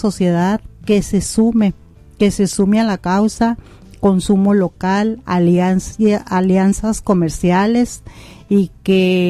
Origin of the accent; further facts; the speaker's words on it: Sinaloa, Mexico; Así somos los sinaloenses.